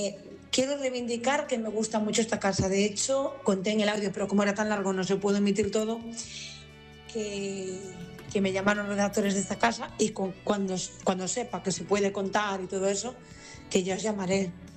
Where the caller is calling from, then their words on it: Marín, Galicia, Spain; de Marín.